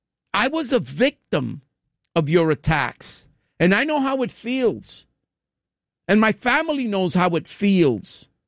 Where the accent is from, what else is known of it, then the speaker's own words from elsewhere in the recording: New York, United States; I don't know what kind of New Yorker you are, because I'm a New Yorker.